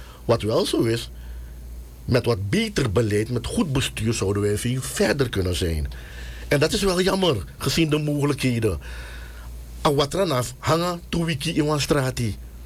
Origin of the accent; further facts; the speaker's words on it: Suriname; met de huidige kennis die wij als Surinamers als collectief hebben.